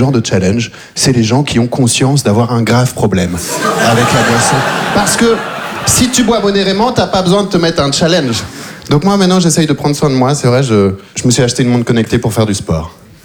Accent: Belgium; born or raised there

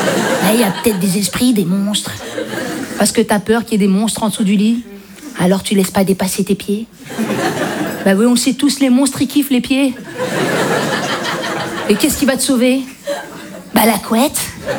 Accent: Belgium; Voilà, je viens de Belgique, je suis d'origine maghrébine

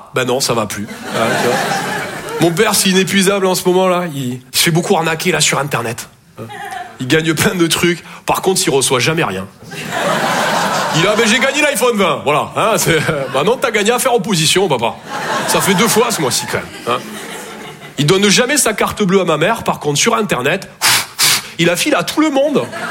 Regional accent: Toulouse, Occitanie, France; moved away; Je viens de Toulouse à la base. Ouais, ça s'entend un peu. Ouais. Ben, mon accent, c'est vraiment comme mon sexe.

